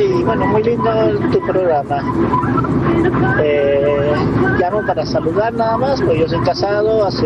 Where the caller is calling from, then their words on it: Mendoza, Argentina; camionero, soy de Mendoza